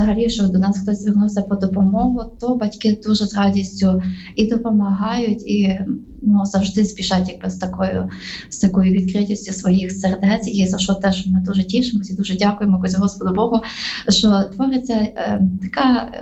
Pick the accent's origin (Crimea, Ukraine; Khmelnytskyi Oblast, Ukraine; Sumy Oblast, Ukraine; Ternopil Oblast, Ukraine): Khmelnytskyi Oblast, Ukraine; Я сама з Хмельниччини.